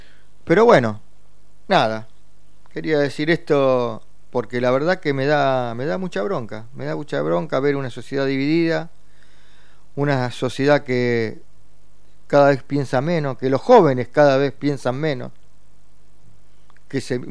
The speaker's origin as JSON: {"language": "Spanish", "country": "Argentina", "said": "Digo la Argentina porque somos argentinos"}